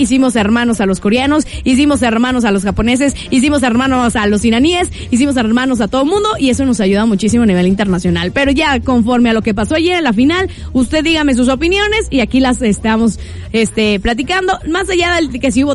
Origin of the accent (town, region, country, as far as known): Mexico